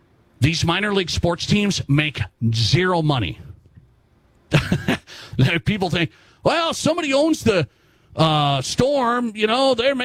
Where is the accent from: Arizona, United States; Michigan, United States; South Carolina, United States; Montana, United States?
Montana, United States; moved away; I better put in a call up there in my home state in Montana.